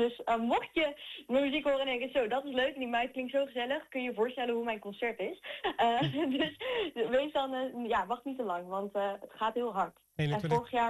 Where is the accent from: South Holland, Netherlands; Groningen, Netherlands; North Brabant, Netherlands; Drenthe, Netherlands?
North Brabant, Netherlands; Bergen op Zoom; now in North Brabant, Netherlands; Ik kom uit Berg op Zoom. Ik ben geboren en getogen daar zo. Ik woon op dit moment daar niet meer, maar nog wel in Brabant. Dus van Brabantse bodem.